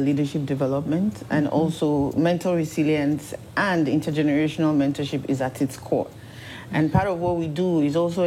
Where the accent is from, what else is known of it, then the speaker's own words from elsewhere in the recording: Nigeria; born there; moved away; Okay, so I was born in Nigeria, and I grew up, you know, hanging out with my grandparents, my parents